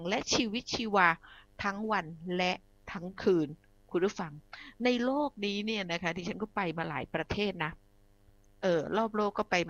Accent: Phuket, Thailand; บ้านดิฉันเองจังหวัดภูเก็ตดิฉันเนี่ยเป็นคนบ้านนอกเนาะอยู่นอกนะนอกแผ่นดินนะดิฉันมาจากเกาะคุณผู้ฟังแล้วก็ถีบตัวเองด้วยการศึกษานะคะ

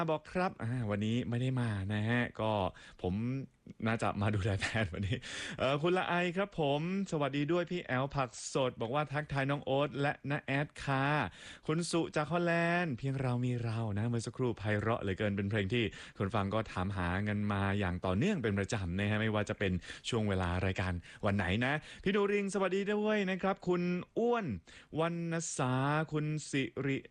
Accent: Phatthalung, Thailand; ทางใต้บ้านผมเลยพัทลุงครับผมนี่ชาวใต้

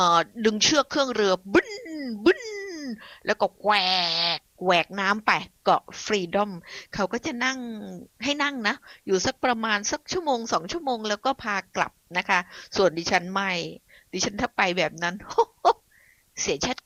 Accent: Phuket, Thailand; บ้านดิฉันเองจังหวัดภูเก็ตดิฉันเนี่ยเป็นคนบ้านนอกเนาะอยู่นอกนะนอกแผ่นดินนะดิฉันมาจากเกาะคุณผู้ฟัง

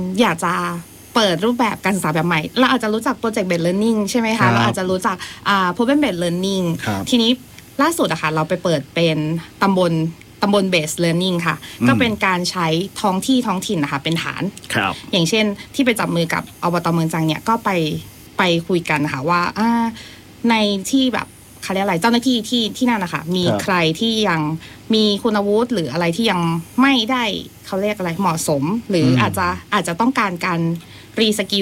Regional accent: Pathum Thani, Thailand; now in Nan, Thailand; อยู่ปทุมธานี

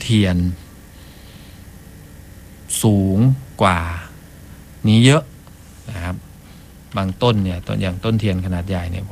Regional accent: Ubon Ratchathani, Thailand; คือเราเป็นคนอุบลพอรู้ถึงขั้นตอนตั้งแต่เริ่มต้นกว่าจะมาเป็นเทียนเนี่ย

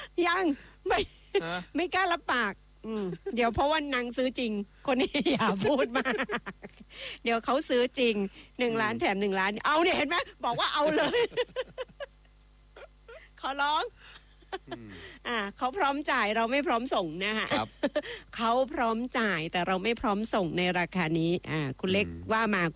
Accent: Southern Thailand, Thailand; accent: Southern Thai; คำว่ามันเทศสำหรับภาษาใต้ก็คือมันสำปะหลังที่เราเอามาทำขนมนั่นเนี่ยบ้านเราเรียกมันเทศ

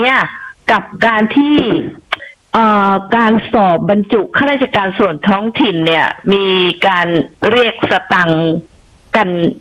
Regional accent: Phuket, Thailand; จริงๆดิฉันเนี่ยคนภูเก็ตโดยกำเนิดนะคะ

